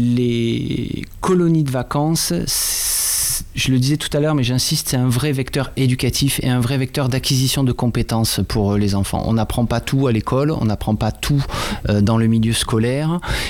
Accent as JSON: {"language": "French", "region": "Occitanie", "country": "France", "moved": "as an adult", "lives_now": "Isère, France", "said": "Et je venais du sud de la France, du Gard. J'ai encore un petit bout d'accent pour celles et ceux qui ont l'oreille."}